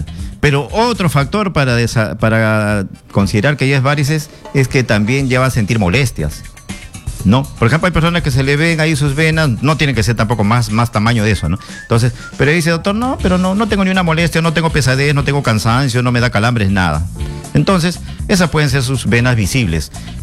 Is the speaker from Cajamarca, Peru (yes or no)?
no; Canta, Lima, Peru; now in Lima, Peru; yo soy de Canta, la sierra